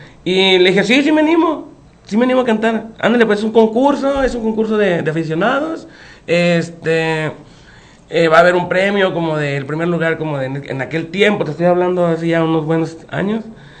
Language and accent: Spanish; Tomatlán, Jalisco, Mexico; moved away as an adult; now in Nayarit, Mexico; Mi pueblo se llama Tomatlán, en Jalisco